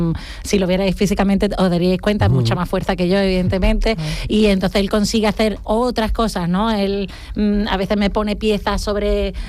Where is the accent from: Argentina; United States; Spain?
Spain; Cádiz, Andalusia